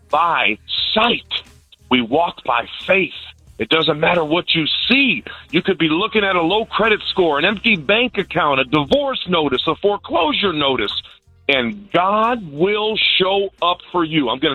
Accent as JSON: {"language": "English", "town": "Chicago", "region": "Illinois", "country": "United States", "moved": "yes", "lives_now": "Northwest Indiana, United States", "said": "many of you know that I'm from Chicago, but we reside in Northwest Indiana."}